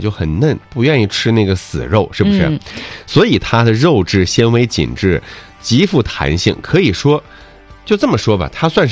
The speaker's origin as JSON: {"language": "Chinese", "region": "Northeast China", "country": "China", "said": "我们东北人炒菜的时候、炖菜的时候觉得很香"}